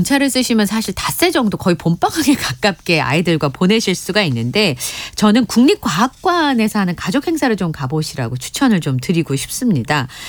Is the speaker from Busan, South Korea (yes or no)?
yes; Busan, South Korea; moved away; 저는 친정이 부산이어서